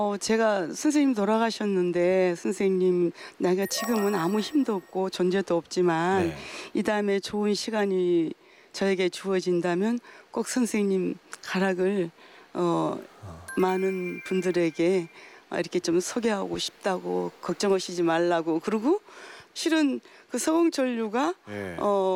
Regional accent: Hamyang, South Gyeongsang, South Korea; born there; accent: Gyeongsang dialect; moved away; 제가 경상남도 함양이에요.

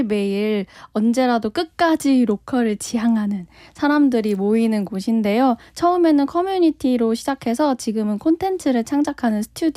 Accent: Seoul, South Korea; moved away as an adult; now in Jeonju, South Korea; 서울 제가 나고 자랐다고 해서

